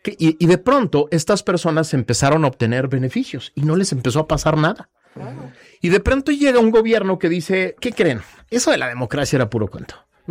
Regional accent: Mexico; cuando en un grupo social como los mexicanos empezamos a ver que desde el más alto nivel del poder político, económico, social, no cumplir con las reglas

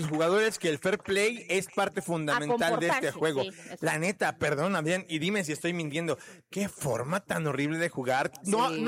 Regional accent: Mexico

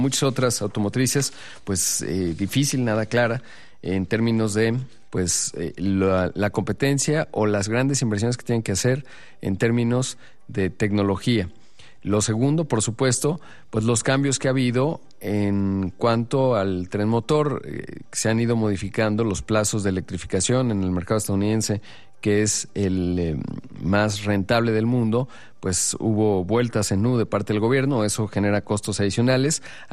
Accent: Mexico

